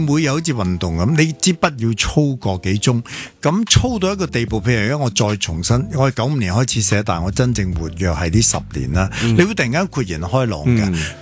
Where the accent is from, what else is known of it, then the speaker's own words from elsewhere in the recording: Hong Kong; 我自己作为一个香港人咧